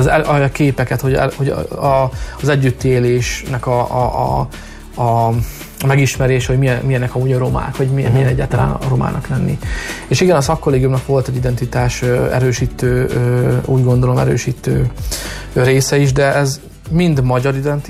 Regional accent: Hungary; én roma származású vagyok, attól még én ugyanúgy magyar vagyok

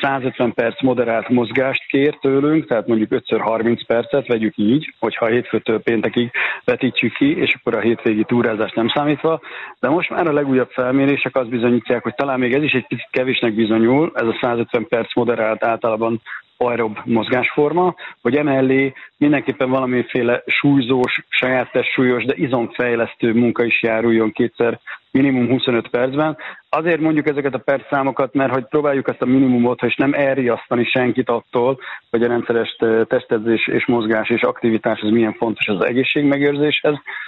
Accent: Szeged, Csongrád-Csanád, Hungary; born there; jövő héten is jövök vissza Szegedre. Igaz, hogy ez szülővárosom, tehát egy kicsit magamnak kedvezve szervezem a programokat.

